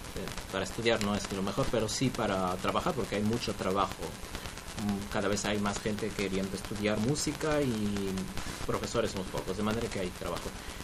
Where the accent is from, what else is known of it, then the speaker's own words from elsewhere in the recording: Peru; me fui a regresé a Perú, donde trabajo.